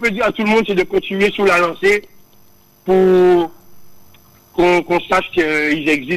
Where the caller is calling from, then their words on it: France; De la France, à 8000 km